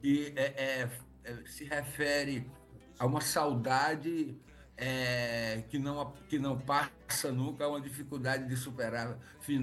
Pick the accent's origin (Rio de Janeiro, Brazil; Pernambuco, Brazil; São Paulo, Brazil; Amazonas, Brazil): Pernambuco, Brazil; Serra Talhada; porque eu venho do Serra Talhada e venho de uma época em que muita gente aceitava os desígnios da vida, né?